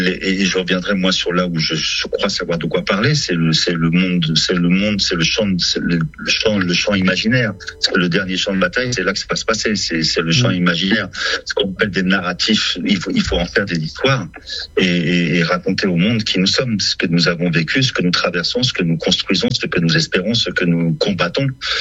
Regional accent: Lebanon; moved away; Où pendant la guerre, nous, quand on est parti, mon père, je l'ai revu 8 ans plus tard, quoi. On a quitté le Liban.

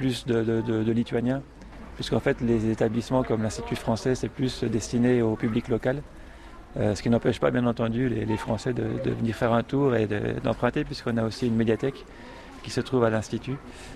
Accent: France; now in Vilnius, Lithuania; Oui, je suis français, oui, bonjour.

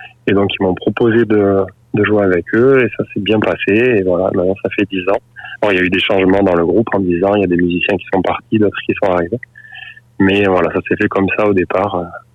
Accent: Nouvelle-Aquitaine, France; On est originaire du sud-ouest de la France. Moi, par exemple, je suis dans les Pyrénées-Atlantiques.

